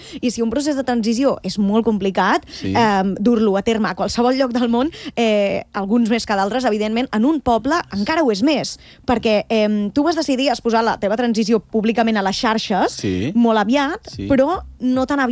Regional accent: Caldes de Montbui, Catalonia, Spain; els que som de poble, jo soc de Caldes de Montbui

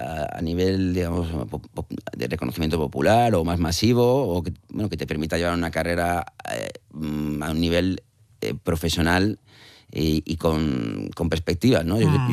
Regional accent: Valladolid, Castile and León, Spain; moved away as an adult; also born or lived in Madrid / Málaga; now in Asturias, Spain; cuando vine de Valladolid a Madrid con 20 y tantos años

